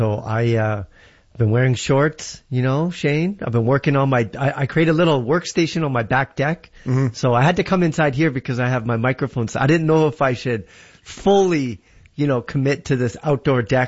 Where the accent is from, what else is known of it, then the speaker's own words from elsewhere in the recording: Canada; I'm Canadian.